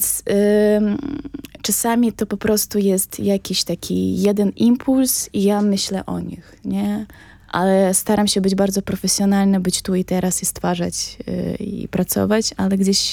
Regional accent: Ukraine; moved away; jestem z Ukrainy

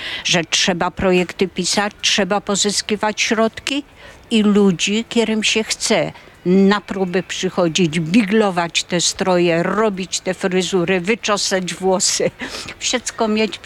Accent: Carpathians, Poland; teraz już jako badacz, jako nie tylko góralka, ale jako badacz obrzędowości, zresztą całej karpackiej.

